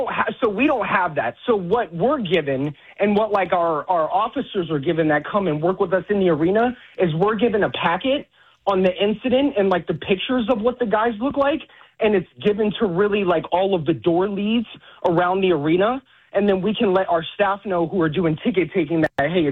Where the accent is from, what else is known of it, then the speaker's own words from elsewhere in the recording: Washington, District of Columbia, United States; now in San Antonio, United States; I'm in San Antonio now, but I've been listening to you guys ever since I was a little kid. I grew up in D.C.